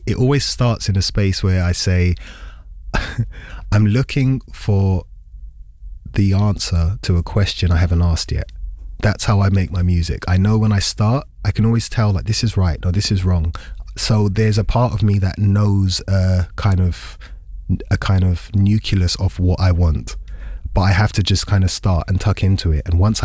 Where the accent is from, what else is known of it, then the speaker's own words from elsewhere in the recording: London, United Kingdom; There is no way my music would sound the way it does if I didn't grow up in London.